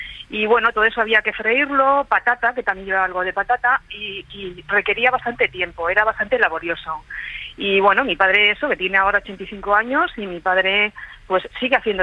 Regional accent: Madrid, Community of Madrid, Spain; yo no soy de Tudela, yo soy madrileña, uh-huh.

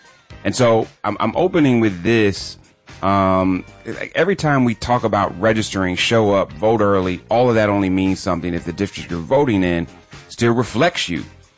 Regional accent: Ohio, United States; I grew up in Ohio

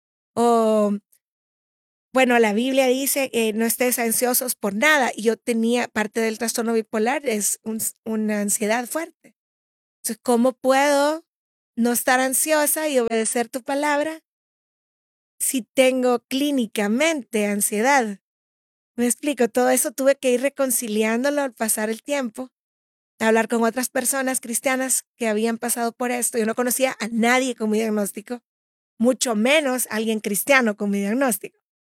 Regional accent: El Salvador; en mi país, El Salvador

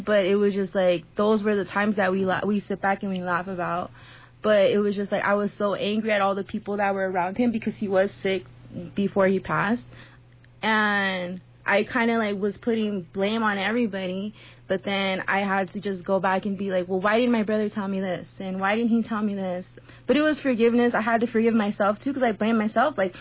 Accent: San Carlos, California, United States; when we were growing up in San Carlos, me and Jared were super, super tight.

